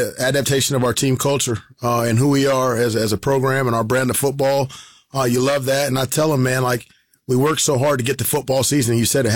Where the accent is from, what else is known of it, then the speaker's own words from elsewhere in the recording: Sumter, South Carolina, United States; I'm from Sumter, like, not even an hour down the road.